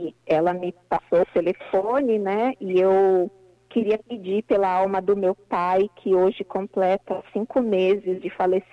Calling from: São Paulo, Brazil; Eu falo de São Paulo, moro no bairro da Moca.

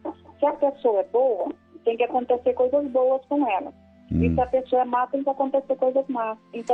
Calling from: Juína, Mato Grosso, Brazil; Eu falo de Juína, no Mato Grosso.

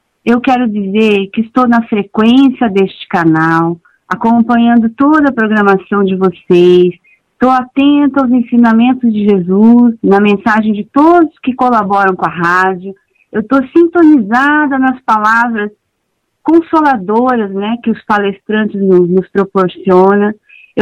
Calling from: Japan; eu falo aqui do Japão.

